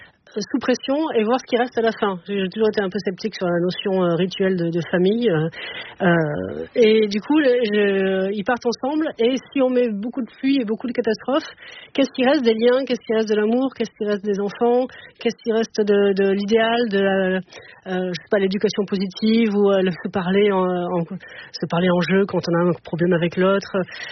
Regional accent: Montpellier, Occitanie, France; born there

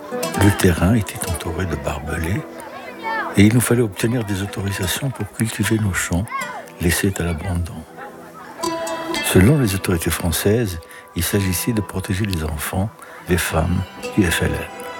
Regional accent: Mansoura, Lesser Kabylia, Algeria; moved away; Je suis originaire d'un hameau de Mansoura, un village de petite Kabylie en Algérie.

